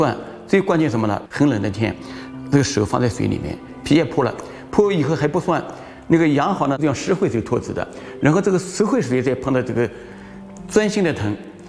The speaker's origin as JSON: {"language": "Chinese", "town": "Yangzhou", "region": "Jiangsu", "country": "China", "moved": "as an adult", "lives_now": "Shanghai, China", "said": "刚才讲我是扬州人嘛"}